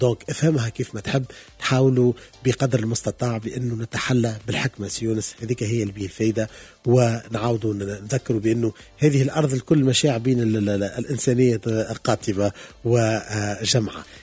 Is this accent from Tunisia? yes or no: yes; Tunisia